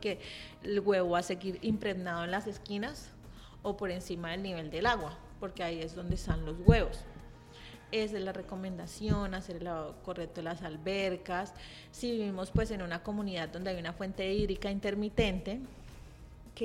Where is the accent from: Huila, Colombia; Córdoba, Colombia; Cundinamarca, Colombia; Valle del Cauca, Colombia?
Huila, Colombia; Rivera; yo soy de Rivera